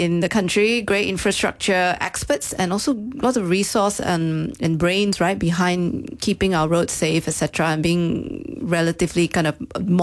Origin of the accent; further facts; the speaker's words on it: Malaysia; being Malaysian